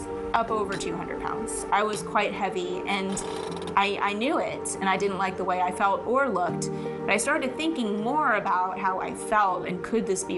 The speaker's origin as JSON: {"language": "English", "town": "St. Petersburg", "region": "Florida", "country": "United States", "tie": "born or raised there", "said": "I grew up in St. Petersburg, Florida. My family's very close-knit."}